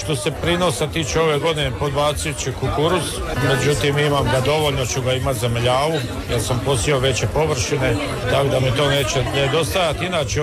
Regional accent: Koritna, Osijek-Baranja County, Croatia

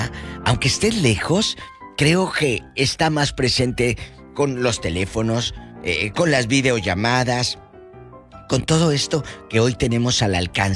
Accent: Matamoros, Tamaulipas, Mexico; En mi tierra, que es una ciudad industrial y de Matamoros, hay muchas fábricas, muchas empresas

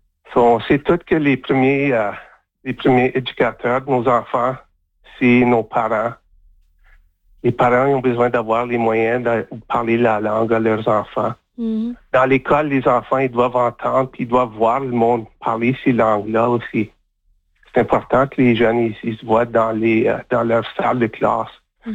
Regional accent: Saint-Laurent, Manitoba, Canada; first language French; also born or lived in Saint-Ambroise, Manitoba; Mon père était Métchif. Et puis, j'ai grandi dans... Ben, je suis né à Saint-Ambroise, c'est le lac Manitoba. Puis alors, je pense que j'avais 4 ans, on a déménagé à Saint-Laurent, sur le lac Manitoba aussi.

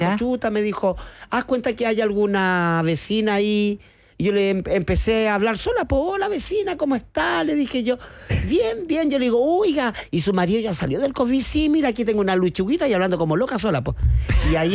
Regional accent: Valparaíso, Chile; Y yo, como buena porteña, le dije, ¿de Chillán?

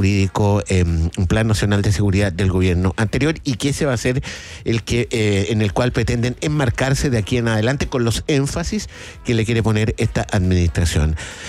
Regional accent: Chile; Somos bravos los chilenos para esto, los terremotos.

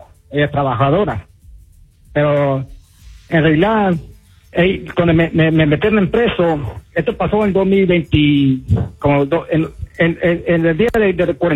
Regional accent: Austin, Texas, United States; Y yo soy de aquí, de Austin.

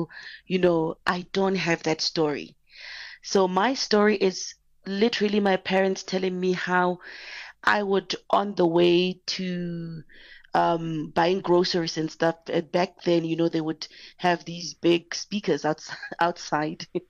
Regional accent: Mafikeng, North West, South Africa; But I guess also because of where I grew up, I'm from Mafikeng, it was really big on those two genres.

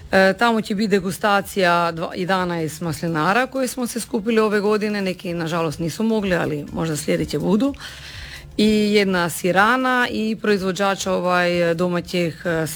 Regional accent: Buzet, Istria County, Croatia; Evo, ja dolazim iz Buzeta, iz OPG-a Krbavčić.

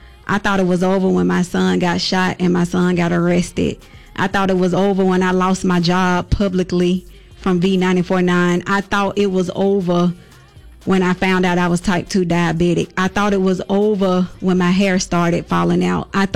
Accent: Bessemer, Alabama, United States; Jess Lanier High School class of 2000, 26 years off the big hill. … from Big Belsma by way of West End.

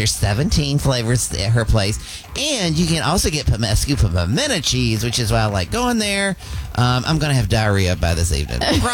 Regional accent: Charlotte, North Carolina, United States; moved away; I'm from Charlotte.

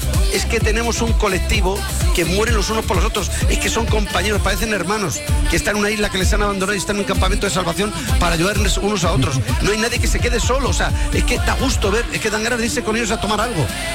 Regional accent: Spain; yo nunca, como español, iba a poder estar orgulloso de mi selección

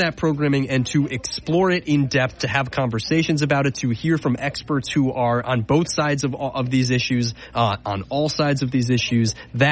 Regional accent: Albany, New York, United States; moved away as an adult; also born or lived in West Coast; I'm from this region. I'm from Albany, an Albany high grad, to be back here telling the stories of my home community after living on the West Coast for a decade.

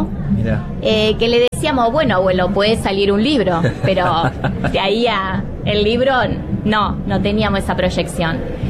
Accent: San Genaro, Santa Fe, Argentina; also born or lived in Arroyo Seco; Bueno, nosotros somos de San Genaro.

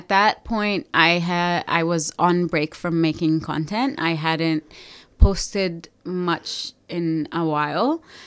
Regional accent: Egypt; me trying to recreate the food of my home country, Egypt, and to get as close as possible to the texture and the flavor.

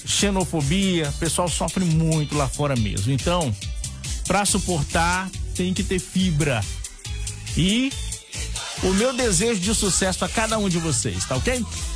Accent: Brazil

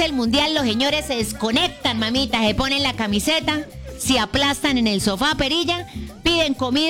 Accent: San Vicente de Chucurí, Santander, Colombia; Pues vea, de San Vicente de Chucurí, mi pueblo, señorita Dalia.

